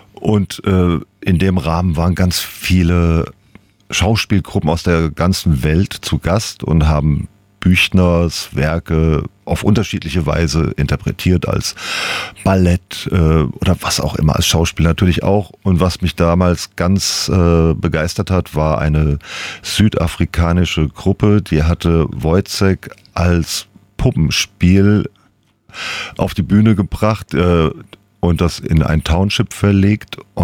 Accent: Giessen, Hesse, Germany; Ich komme aus Gießen, genau, wo Büchner ja auch mal studiert hat.

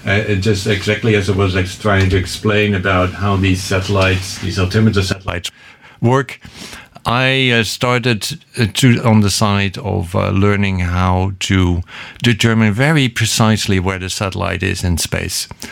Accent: The Hague, South Holland, Netherlands; born there; English is a second language; I was born in Den Haag, in the Netherlands, which mm-hmm. is right at the sea. So, lots of summers have been spent on the beach.

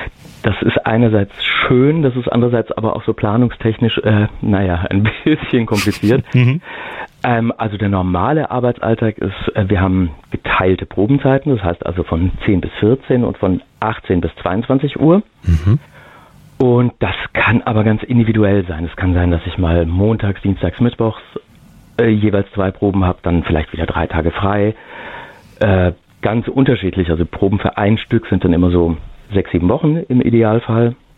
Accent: Stuttgart, Baden-Württemberg, Germany; Dann gab es in Stuttgart, wo ich herkomme, einen Theaterjugendclub an einem professionellen Kinder- und Jugendtheater.

